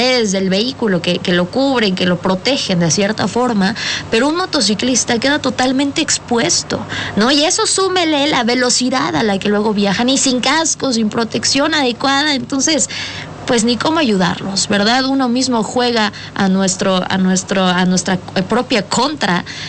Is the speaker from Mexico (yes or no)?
yes; Puebla, Mexico; nosotros como poblanos